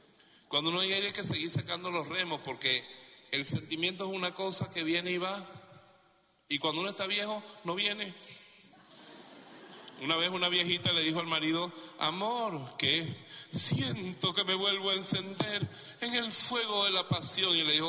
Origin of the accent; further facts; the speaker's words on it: Venezuela; yo seré hijo de alemanes, pero yo soy un macho vejumero venezolano, latinoamericano